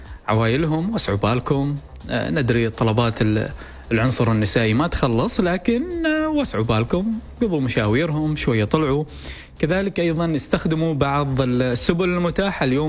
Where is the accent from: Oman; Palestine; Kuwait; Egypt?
Oman; أن بلدنا عمان فيها من العادات والتقاليد في أيام العيد اللي نوعا ما تنفرد عن بقية الدول.